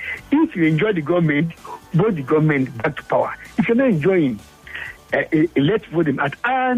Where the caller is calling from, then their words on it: Ogun, Nigeria; from Ogun State.